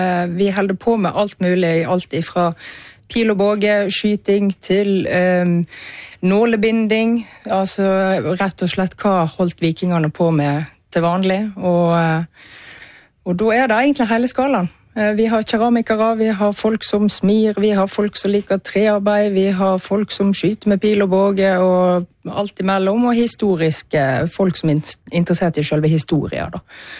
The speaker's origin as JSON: {"language": "Norwegian", "town": "Hyllestad", "region": "Vestland", "country": "Norway", "tie": "born or raised there", "said": "jeg vokste opp i Kvenstensparken i Hyllestad."}